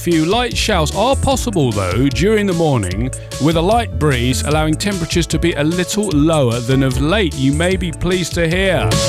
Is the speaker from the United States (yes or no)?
no; United Kingdom; we're British.